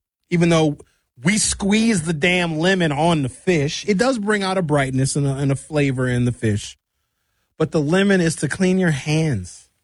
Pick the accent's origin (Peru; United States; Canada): United States; Milwaukee, Wisconsin; I'm not African. I'm American. I'm from Milwaukee.